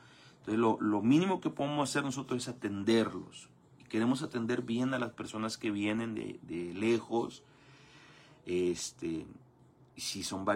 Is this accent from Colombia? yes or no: no; Mexico; así somos los mexicanos